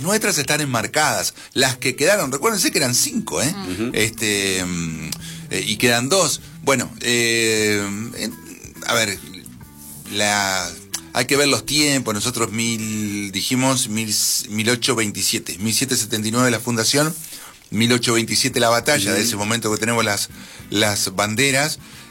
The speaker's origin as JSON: {"language": "Spanish", "country": "Argentina"}